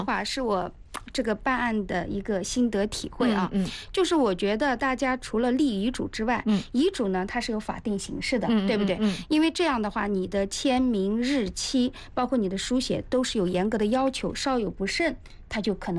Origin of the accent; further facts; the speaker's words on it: China; 那我们中国人就是怕谈生死